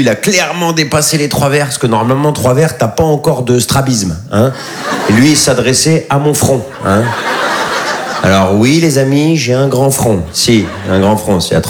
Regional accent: Bondy, Île-de-France, France; Je suis de Bondy, moi. Après, on fait genre, on est fiers de la banlieue, c'est pas vrai.

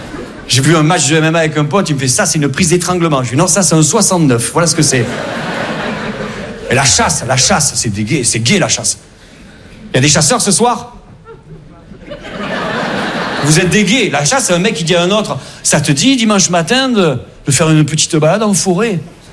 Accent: Perpignan, Occitanie, France; Nous, moi je viens de Perpignan, à Agen, on a un fou du village.

